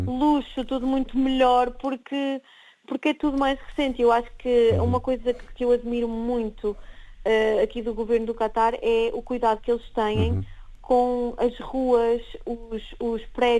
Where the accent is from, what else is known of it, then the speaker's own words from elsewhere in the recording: Portugal; Eu sou portuguesa, nós somos portugueses, nós gostamos de comer bem